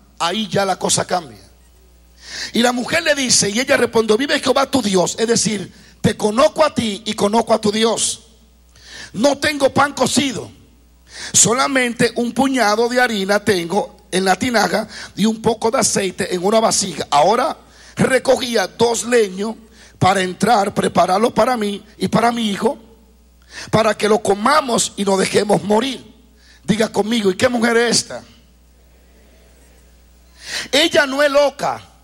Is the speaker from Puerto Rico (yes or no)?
no; Dominican Republic; yo hablo como dominicano